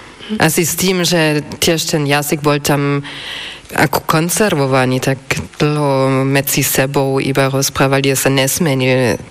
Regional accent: Swabia, Germany; ja som zo Švabska pôvodne, tak hovoríme švabsky

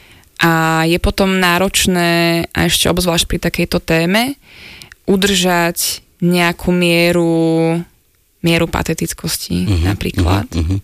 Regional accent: Rimavská Sobota, Banská Bystrica Region, Slovakia; No a ja teda pochádzam z Rimavskej Soboty

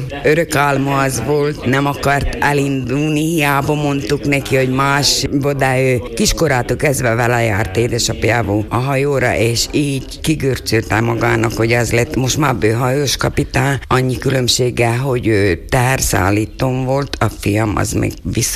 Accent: Gabčíkovo, Trnava Region, Slovakia; Én különben Bősről származom, úgyhogy ott is némileg így azért ismeri valaki a vizet

